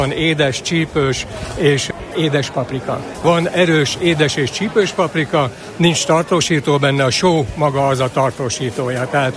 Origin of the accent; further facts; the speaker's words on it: Bátmonostor, Bács-Kiskun, Hungary; Bátmonostorról jövök, az ide 28 kilométer